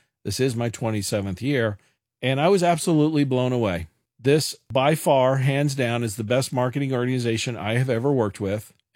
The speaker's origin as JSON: {"language": "English", "town": "Kansas City", "country": "United States", "tie": "born or raised there", "said": "I'm born and raised in Kansas City"}